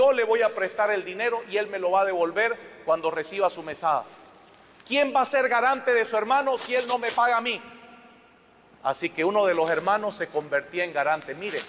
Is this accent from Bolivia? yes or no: yes; Montero, Santa Cruz, Bolivia; yo nací en Montero, yo soy de Montero.